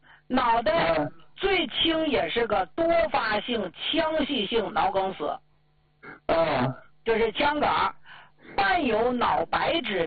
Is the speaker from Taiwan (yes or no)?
no; Northeast China, China; accent: Northeastern (Dongbei) dialect; 我就用咱们东北老家话跟你们唠嗑。